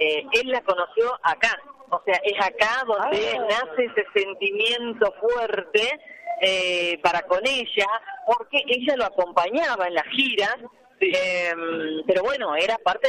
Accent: Argentina; Como argentinos que somos

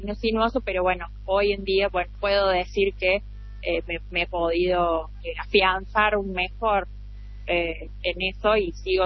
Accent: Córdoba, Argentina; yo soy egresada de la Universidad Nacional de Córdoba. Estudié derecho aquí en mi ciudad

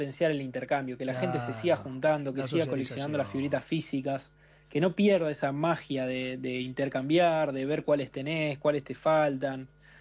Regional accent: Rosario, Santa Fe, Argentina; yo soy de Rosario, el Parque Rivadavia me queda muy lejos, no puedo ir.

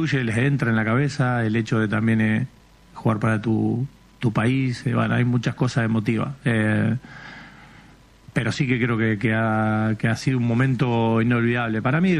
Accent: Pujato, Santa Fe, Argentina; born or raised there

